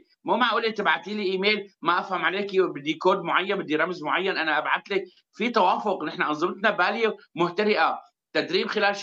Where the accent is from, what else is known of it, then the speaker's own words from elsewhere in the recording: Syria; نحن كسوريين